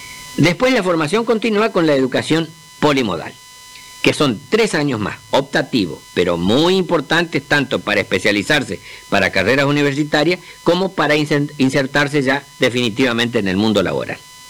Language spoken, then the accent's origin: Spanish; Argentina; a mí como argentino